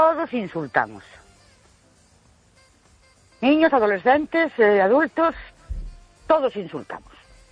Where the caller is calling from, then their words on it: Ourense, Galicia, Spain; Buenas noches … de Ourense.